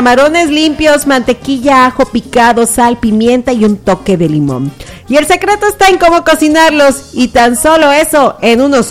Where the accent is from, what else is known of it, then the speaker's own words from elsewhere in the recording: Tecuala, Nayarit, Mexico; moved away; Yo vengo de allá de Tecuala, Nayarit